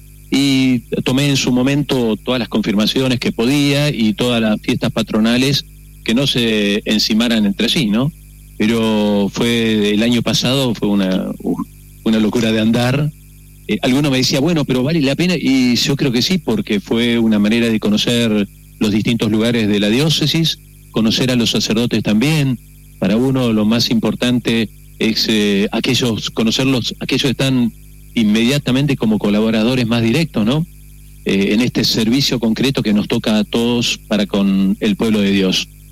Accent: Buenos Aires, Argentina; moved away as an adult; also born or lived in La Pampa; now in Paraná, Argentina; Yo soy porteño, ¿no? Nací en Capital Federal, hice mi colegio y el seminario de Buenos Aires.

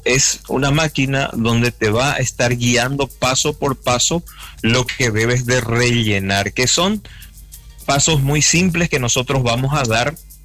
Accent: Paraguay; now in Spain; como emigrante, como paraguayo, como latinos

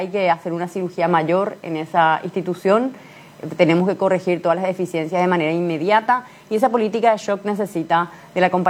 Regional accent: Asunción, Asunción Capital District, Paraguay; Estamos hablando de una ciudad acotada, somos 117 kilómetros cuadrados, un poco menos de 500.000 habitantes, 150.000 cuentas catastrales.

